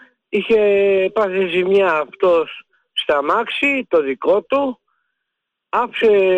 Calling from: Ilion, Attica, Greece; είμαι από Ήλιον.

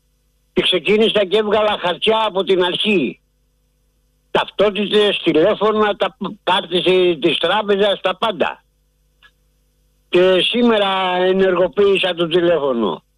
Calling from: Salamina, Attica, Greece; Από τη Σαλαμίνα.

